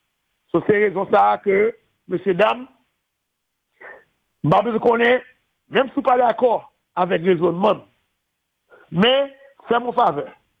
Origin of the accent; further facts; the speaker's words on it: Haiti; que je vais voter parce que je suis haïtien.